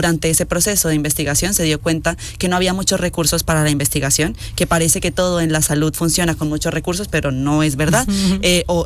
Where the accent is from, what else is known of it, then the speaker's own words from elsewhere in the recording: Colombia; Yo en Colombia había tenido la oportunidad de trabajar, porque yo soy colombiana